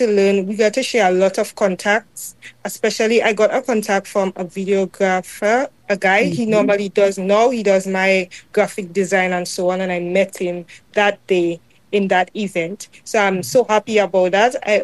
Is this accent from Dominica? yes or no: yes; Marigot, Saint Andrew, Dominica; because I am from Marigot